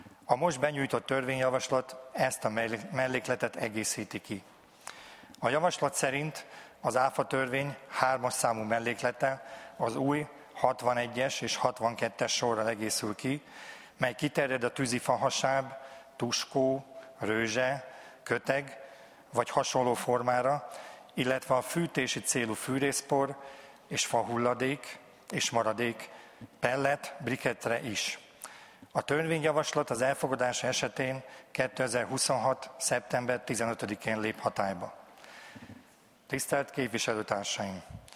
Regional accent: Gelléháza, Zala, Hungary; Egy Zala megyei faluban, Gelléházán nőttem fel.

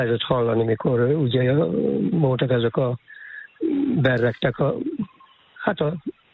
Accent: Öttömös, Csongrád-Csanád, Hungary; born there; moved away; ez ugye Ötemesen volt kint, a szülőházam, ahol volt.

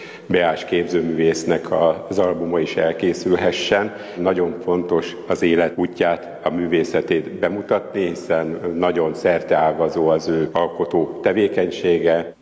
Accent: Hungary; együtt nevelkedtünk Kirocskán, egy olyan több nemzetiségű településen nőttünk fel együtt, és meghatározó volt számunkra az egész életpályán kapcsán, hogy honnan eredtünk, és erre nagyon büszkék vagyunk.

